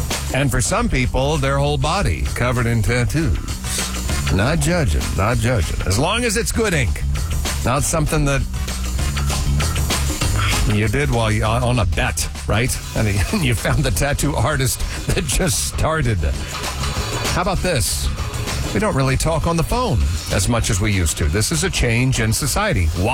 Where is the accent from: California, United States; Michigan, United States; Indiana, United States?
Indiana, United States; Kokomo; When I was a kid growing up in Kokomo, Indiana, just north of Indianapolis